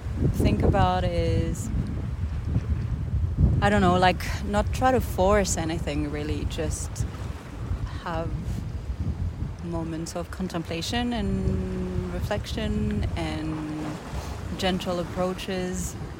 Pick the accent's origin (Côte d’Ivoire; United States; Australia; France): France; now in London, United Kingdom; I'm partly from North Africa, from Morocco, and but then I grew up in France. Then I left France also a long time ago, and I've been living in Atlantic worlds for a long time. In London